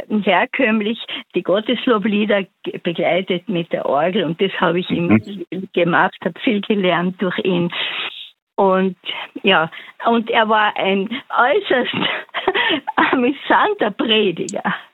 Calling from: Innsbruck, Tyrol, Austria; Also ich rufe aus Innsbruck.

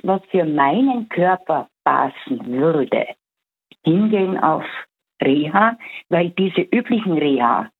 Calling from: Styria, Austria; ich bin aus der Steiermark.

